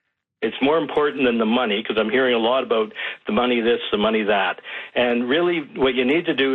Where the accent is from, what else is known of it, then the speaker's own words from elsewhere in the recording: Kelowna, British Columbia, Canada; moved away as an adult; also born or lived in Toronto; now in Alberta, Canada; I'm originally from British Columbia, the Okanagan. So I started out in Kelowna, and then I went to Toronto.